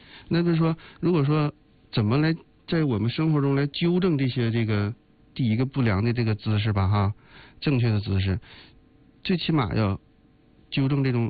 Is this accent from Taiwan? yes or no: no; Northeast China, China; 咱们作为东北人来说吧